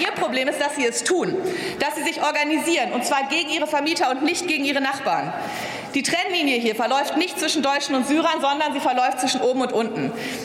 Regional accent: Cologne, North Rhine-Westphalia, Germany; Kein Wort darüber, dass in Städten wie in meiner Heimat Köln die Angebotsmieten in den letzten 14 Jahren um 72% gestiegen sind.

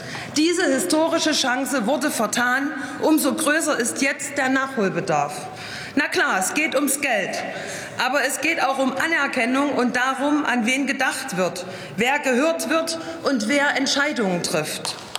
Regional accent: East Germany, Germany; Ich als Ostdeutsche lese in Ihrem Bericht vor allem eins.

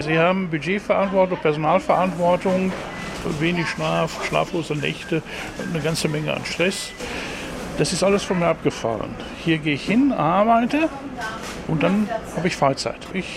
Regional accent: Dortmund, North Rhine-Westphalia, Germany; born there; Ich bin gebürtiger Dortmunder, ja.

